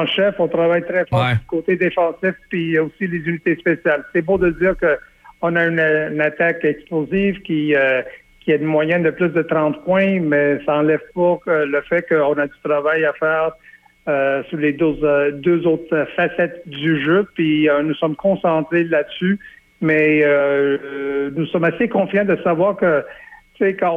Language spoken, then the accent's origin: French; Montreal, Quebec, Canada; pour aller chercher ma crédibilité pour revenir dans ma ville natale puis de souhaiter qu'un jour je peux revenir dans l'entourage des Alouettes de Montréal.